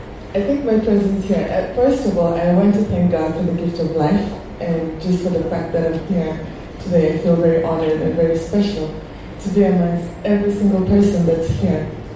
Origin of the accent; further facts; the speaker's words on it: Nairobi, Kenya; moved away; Most of my life I grew up in Nairobi, and then I went overseas when I was fairly young.